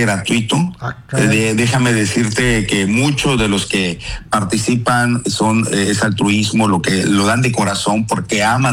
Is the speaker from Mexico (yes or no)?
yes; Chetumal, Quintana Roo, Mexico; Otompe Blanco y Chetumal somos una identidad caribeña